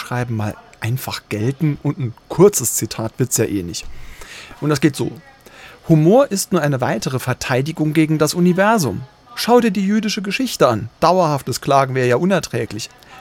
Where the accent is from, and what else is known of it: Neunkirchen, Saarland, Germany